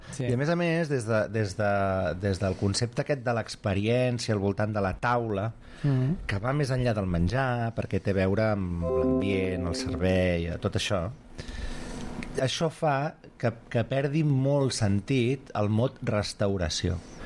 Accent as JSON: {"language": "Catalan", "region": "Catalonia", "country": "Spain", "said": "som catalans, vale?"}